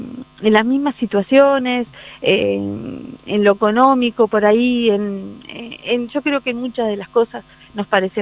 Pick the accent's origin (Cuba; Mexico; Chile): Chile; Yo en mi casa soy la única chilena. Uh-huh. Mi esposo es argentino, mis uh-huh. hijos son argentinos y seguramente voy a tener nietos argentinos también.